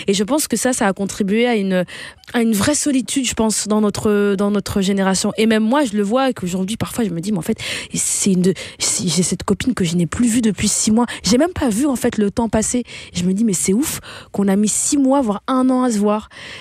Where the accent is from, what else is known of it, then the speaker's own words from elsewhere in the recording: Flanders, Belgium; Moi, j'ai grandi en Belgique, j'ai grandi du côté flamand. Je suis toujours allée dans une école néerlandophone. J'ai une maman métisse, j'ai longtemps eu un beau-papa blanc.